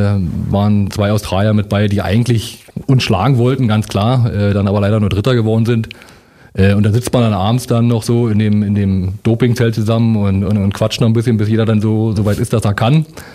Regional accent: East Germany, Germany; Also er war noch Westdeutscher, ich war Ostdeutscher.

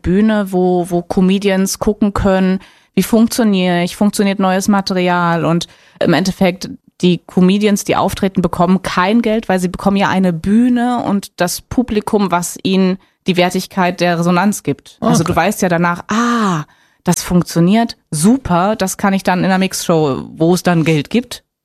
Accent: Potsdam, Brandenburg, Germany; accent: Potsdam High German; ich mach den Potsdamer Hochdeutsch.

